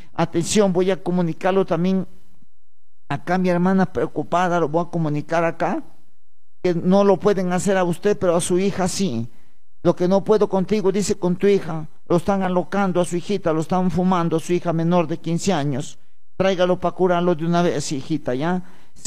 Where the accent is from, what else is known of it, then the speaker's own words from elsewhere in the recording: Huancabamba Province, Piura, Peru; now in Huamachuco, Peru; yo no soy de aquí, siervos, no tengo voz ni cara de ser de aquí. ¿Ya? Sí, siervos. Yo soy de la provincia de Huancabamba. Mi tierra se llama Cachacoto, siervos, ¿ya? Cerca de Toluces, Sondorillo.